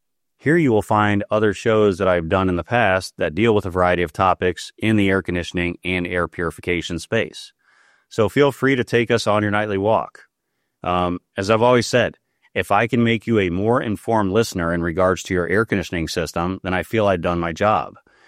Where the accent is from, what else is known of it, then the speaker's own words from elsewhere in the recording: Ohio, United States; I'm from Ohio originally, plenty of rail and trains around.